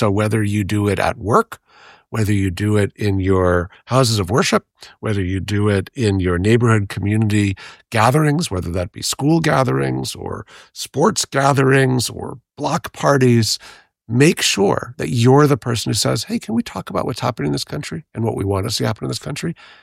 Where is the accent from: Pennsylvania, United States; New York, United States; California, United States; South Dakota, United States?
New York, United States; New York City; So I'm a New Yorker through and through. I'm a fourth generation New Yorker. And I grew up in New York during what, prior to the present moment, really had been kind of the prior peak homelessness crisis in New York in the 1970s, 1980s